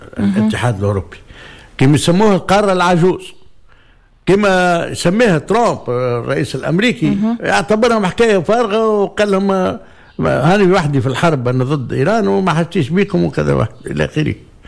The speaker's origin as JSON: {"language": "Arabic", "country": "Tunisia"}